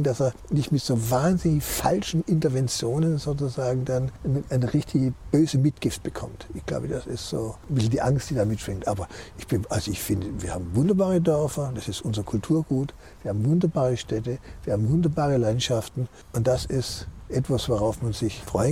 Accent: Baden-Württemberg, Germany; Als Schwabe bin ich etwas sanguinisch veranlagt, ja?

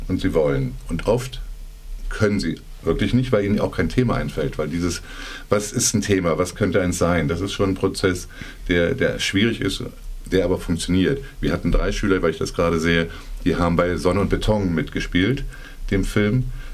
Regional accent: Cologne, North Rhine-Westphalia, Germany; ich komme aus Köln

